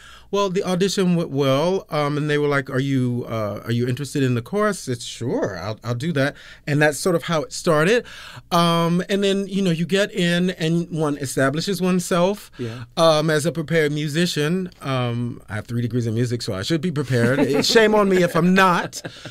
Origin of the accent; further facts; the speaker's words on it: Georgia, United States; I'm a Georgia boy.